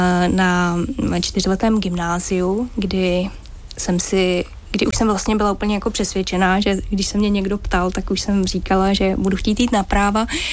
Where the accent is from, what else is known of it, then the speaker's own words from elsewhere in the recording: Mělník, Central Bohemian Region, Czechia; já jsem z Mělníka